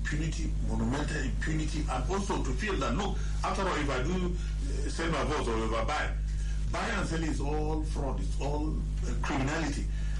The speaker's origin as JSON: {"language": "English", "country": "Nigeria", "said": "as a Nigerian"}